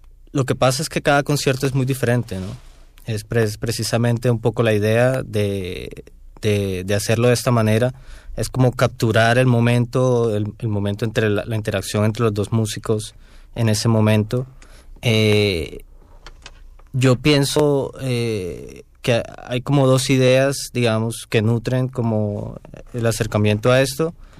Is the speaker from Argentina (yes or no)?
no; Barranquilla, Atlántico, Colombia; now in Bogotá, Colombia